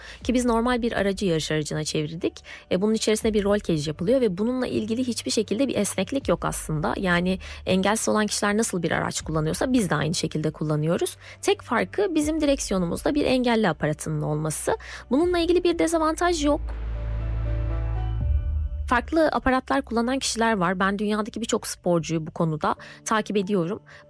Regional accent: Bursa, Turkey; born there; Bursa'da yaşıyorum. Bursa doğumluyum.

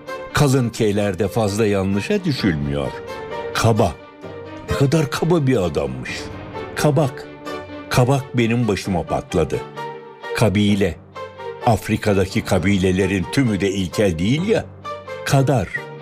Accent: Kahta, Adıyaman, Turkey; Kahta. Ben aslen kahtalıyım.

